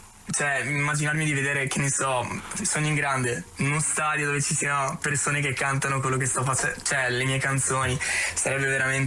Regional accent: Trento, Trentino-Alto Adige, Italy; also born or lived in Apulia

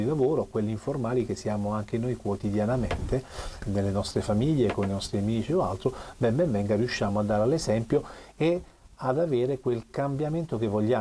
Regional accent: Taranto, Apulia, Italy

